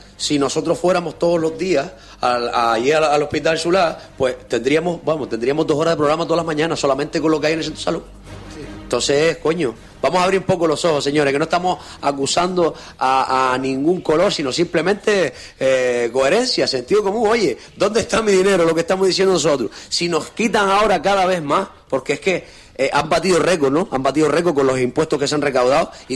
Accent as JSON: {"language": "Spanish", "region": "Canary Islands", "country": "Spain", "said": "entonces, oye, nosotros como canarios queremos soluciones, sean rojas, verdes o azules, nos dan exactamente igual."}